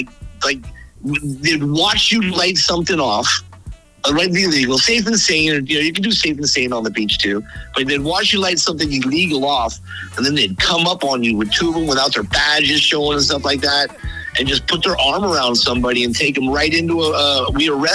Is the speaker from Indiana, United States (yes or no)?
no; Pacifica, California, United States; And I grew up in Pacifica